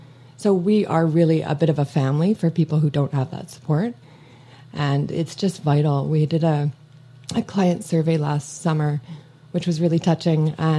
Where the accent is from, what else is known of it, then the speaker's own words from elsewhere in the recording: Vancouver, British Columbia, Canada; moved away as an adult; now in Okanagan, Canada; I'm fairly new to the Okanagan. I'm from Vancouver.